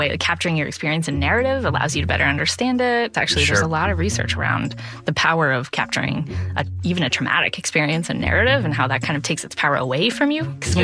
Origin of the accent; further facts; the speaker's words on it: Texas, United States; I'm from the South, right? The storytelling.